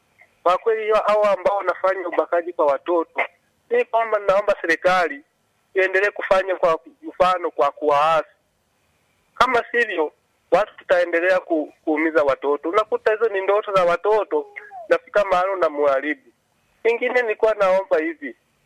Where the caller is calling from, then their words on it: Tanzania; Hii ni sauti ya … kuboja pande zangu za Bugoji Kanderema.